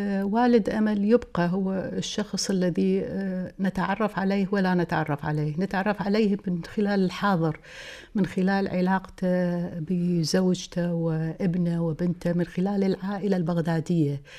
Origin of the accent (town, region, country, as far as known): Iraq